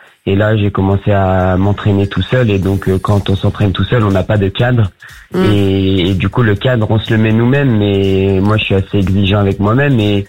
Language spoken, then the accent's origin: French; Auvergne-Rhône-Alpes, France; Moi, je viens du côté de Lyon.